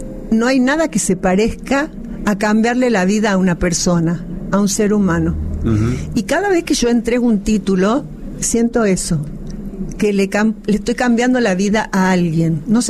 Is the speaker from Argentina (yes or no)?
yes; Argentina; Así es, mis padres fueron croatas, tengo mi familia en Croacia y además soy cónsul de Croacia. Ajá. En la Argentina.